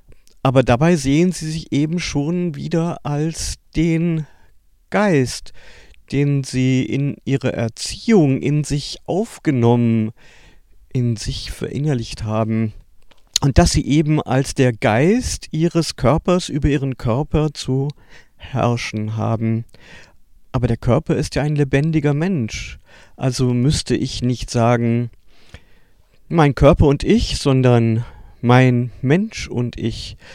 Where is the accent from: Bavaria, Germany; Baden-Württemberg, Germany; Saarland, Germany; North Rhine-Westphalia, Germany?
Baden-Württemberg, Germany; born there; Ich bin ein Kind von Mitte der 60er Jahre, geboren in Westdeutschland im Schwarzwald, gar nicht allzu lange nach der Zeit des NS-Regimes, 20 Jahre später.